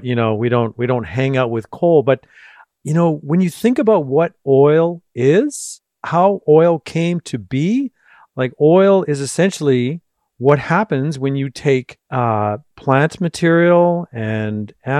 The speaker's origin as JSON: {"language": "English", "town": "Winnipeg", "region": "Manitoba", "country": "Canada", "said": "I'm from Winnipeg after all."}